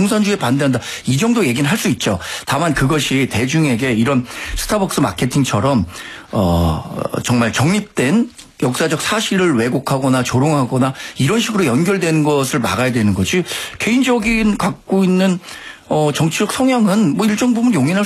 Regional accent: South Korea

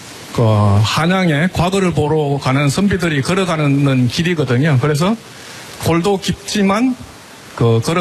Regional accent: Mungyeong, North Gyeongsang, South Korea; 그리고 사실 제가 여기 문경에서 태어난 제 고향이기도 합니다.

